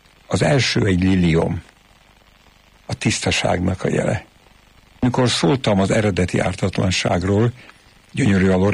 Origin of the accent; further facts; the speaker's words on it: Tápiószele, Pest, Hungary; born there; én Tápióshűben születtem